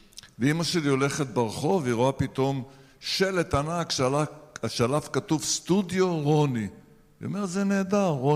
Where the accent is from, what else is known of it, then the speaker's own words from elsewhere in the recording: Iraq; moved away; אני יליד עיראק. אני נולדתי אחרי שהיהודים עזבו. היהודים עזבו ב-1950-51, למשפחה הייתה נתינות בריטית, יעני אנגליזים, נשארנו בעיראק